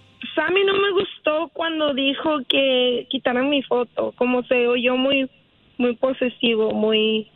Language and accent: Spanish; Mexico; now in Las Vegas, United States; Yo soy mexicana y estoy aquí en Las Vegas.